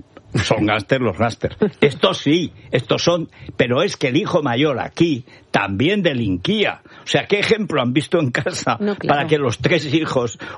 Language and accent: Spanish; Teruel, Aragon, Spain